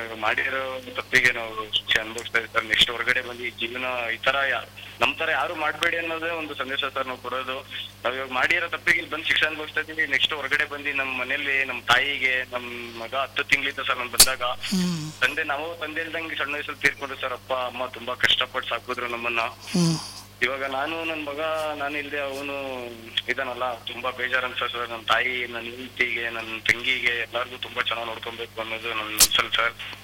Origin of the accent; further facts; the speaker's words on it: Shivamogga, Karnataka, India; moved away; ನನ್ನ ಊರು ಶಿವಮೊಗ್ಗ ಸರ್.